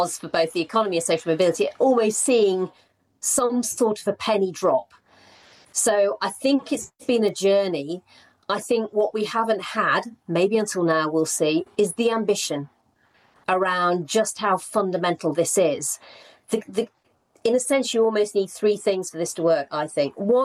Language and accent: English; Rotherham, Yorkshire and the Humber, United Kingdom; I never met a lawyer growing up in Rotherham.